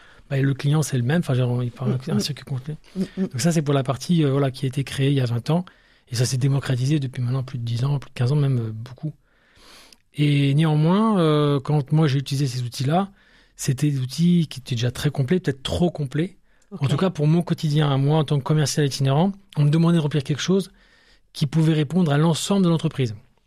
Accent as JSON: {"language": "French", "town": "Aix-en-Provence", "region": "Provence-Alpes-Côte d'Azur", "country": "France", "tie": "born or raised there", "also_born_or_lived": "Lille", "lives_now": "Niort, France", "said": "Voilà, je suis né à Lille et mes parents ont déménagé à Aix-en-Provence. Et j'ai fait une partie de mes études à Aix-en-Provence et à Marseille, presque région du cœur maintenant."}